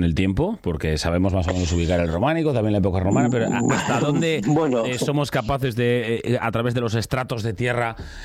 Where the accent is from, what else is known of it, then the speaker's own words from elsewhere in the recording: Bilbao, Basque Country, Spain; estamos siendo los bilbaínos y bilbaínas en general en el territorio de Vizcaya